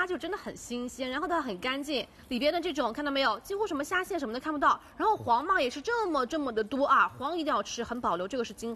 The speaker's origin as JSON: {"language": "Chinese", "region": "Shanghai", "country": "China"}